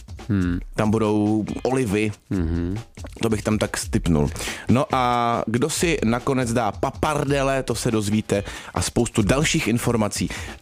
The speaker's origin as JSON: {"language": "Czech", "town": "Ostrava", "region": "Moravian-Silesian Region", "country": "Czechia", "said": "Promiň, tak já jsem z Ostravy, my jsme neměli moc peněz."}